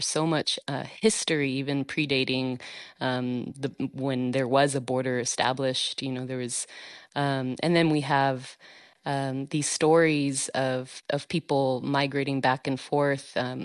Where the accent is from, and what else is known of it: El Paso, Texas, United States; born or raised there